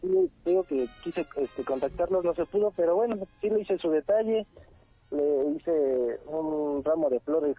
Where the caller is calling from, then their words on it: Chalco, State of Mexico, Mexico; Aquí en Chalco.